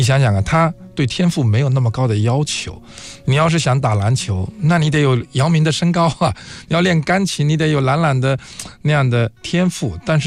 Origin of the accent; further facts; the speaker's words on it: Fujian, China; 我是福建人